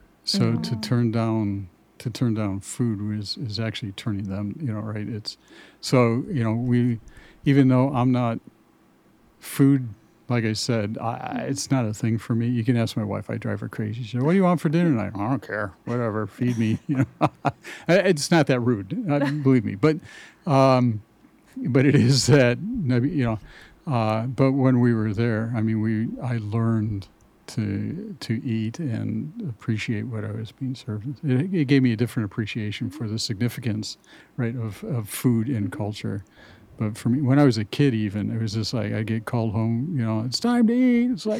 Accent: Cleveland, Ohio, United States; now in Binghamton, United States; Yeah, I'm originally from Cleveland

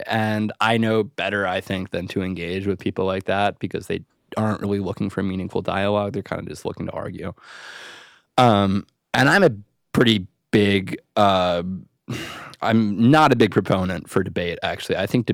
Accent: Ithaca, New York, United States; As someone who's actually from Ithaca, I think I also maybe can speak to this a little bit more. I grew up in Ithaca. I was born and raised there.

